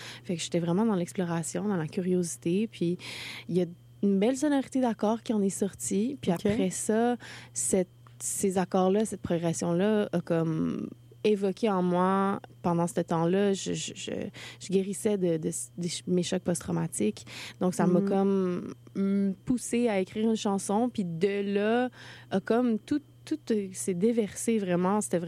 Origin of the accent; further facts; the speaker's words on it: Gatineau, Quebec, Canada; now in Montreal, Canada; J'ai grandi à Gatineau.